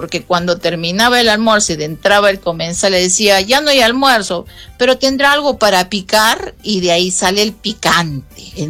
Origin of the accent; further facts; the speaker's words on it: Arequipa, Peru; Nosotros acá en Arequipeña, como arequipeños como grandes tradicionalistas y amantes de nuestra historia y tradición